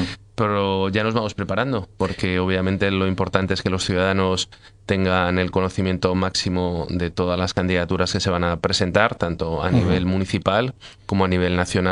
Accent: Castile and León, Spain; en Castilla y León somos más provincialistas nacionalistas y menos regionalistas nacionalistas. Somos de nuestra provincia, sí, sí, y somos españoles.

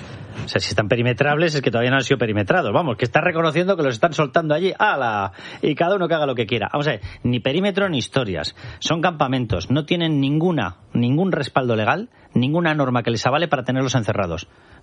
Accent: Spain; somos todos los españoles los que no queremos

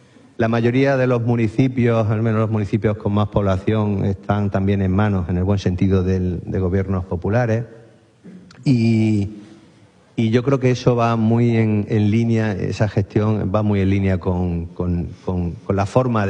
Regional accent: El Ejido, Andalusia, Spain; Almería es una provincia emprendedora que se ha hecho con gente venida de muchos sitios. Yo vengo de Lejido y ha crecido, Lejido ha crecido, pues imagínate, en menos de medio siglo ha podido crecer en 80.000 habitantes, ¿no?

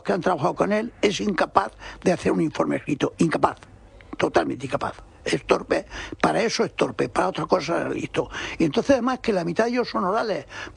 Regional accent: Spain; pero yo soy un español normal. Yo soy español normal

